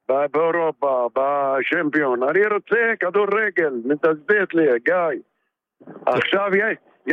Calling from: Kafr Yasif, Northern District, Israel; כפר יסיף.

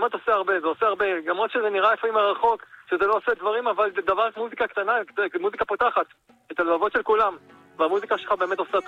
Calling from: Holon, Tel Aviv District, Israel

